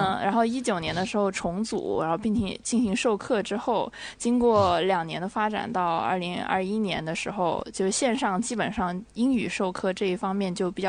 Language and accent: Chinese; Guangxi, China; moved away as an adult; now in Dalian, China; 因为其实我是广西人，我也是从山里面来的。